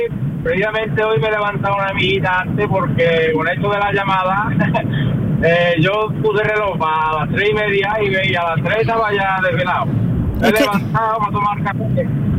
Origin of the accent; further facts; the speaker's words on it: Lora del Río, Andalusia, Spain; now in La Luisiana, Spain; Yo soy nativo de Lora del Río y mi pueblo adoptivo es la Luisiana. Voy partido por la mitad.